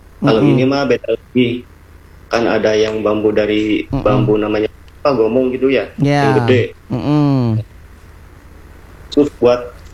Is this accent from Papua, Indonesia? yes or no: no; Singaparna, West Java, Indonesia; Ya, saya dari Galunggungnya Pak, Singaparna.